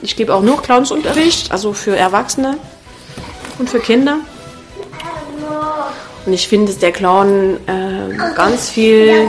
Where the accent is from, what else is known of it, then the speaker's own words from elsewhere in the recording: France; German is a second language; moved away as an adult; now in Dresden, Germany; Ich komme aus Frankreich und ich lebe seit 10 Jahren in Dresden, habe 3 Kinder